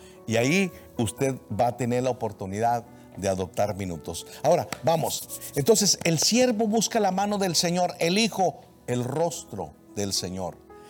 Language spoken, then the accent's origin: Spanish; Mexico; also born or lived in Ciudad Juárez; así hablamos los mexicanos